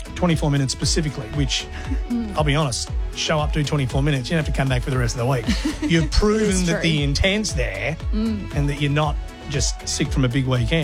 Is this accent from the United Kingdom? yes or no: no; New Zealand; as a Kiwi, it is a pretty Aussie nickname.